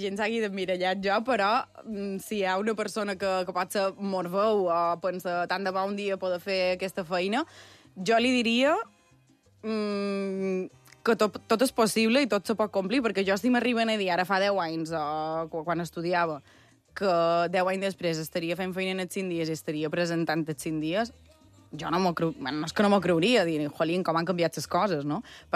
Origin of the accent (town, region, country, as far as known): Sencelles, Balearic Islands, Spain; born or raised there; now in Palma, Spain